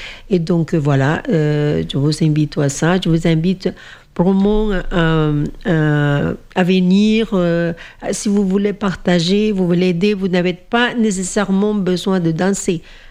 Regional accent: Colombia; Mais on est tous des Colombiens et s'il le faut se sentir fier de ça, c'est vrai.

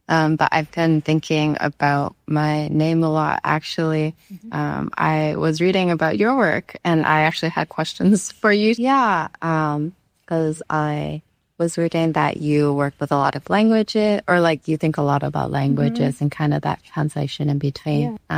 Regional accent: Canada; first language Cantonese; English is a second language; because I was born and raised in Canada, but my parents are from Hong Kong, so they both speak Cantonese. I'm the first child as well, so they, yeah, I guess at a very technical level, like Cantonese is my first language

